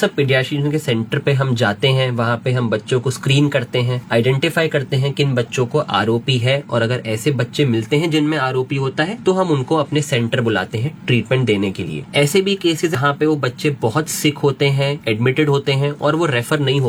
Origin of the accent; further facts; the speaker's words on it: Moradabad, Uttar Pradesh, India; moved away as an adult; also born or lived in Ludhiana / Hyderabad; मैं लोकलिटी हूँ, मैं मुरादाबाद का ही जन्मा हूँ 1994 में। यहीं का मैं स्कूल में पढ़ा हूँ, उसके बाद मैं अपनी स्कूलिंग के बाद जो है लुधियाना चला गया था।